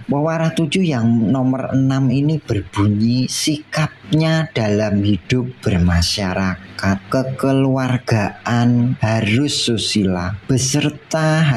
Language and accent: Indonesian; Java, Indonesia; khususnya kita orang Jawa